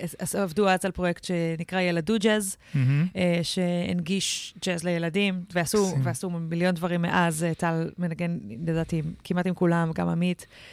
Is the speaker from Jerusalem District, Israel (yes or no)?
no; Kiryat Tiv'on, Northern District, Israel; בעיירה קטנה בטבעון שגדלתי בה